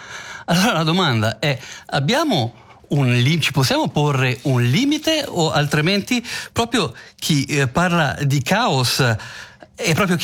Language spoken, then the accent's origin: Italian; Switzerland; la nostra Svizzera, il paese che amiamo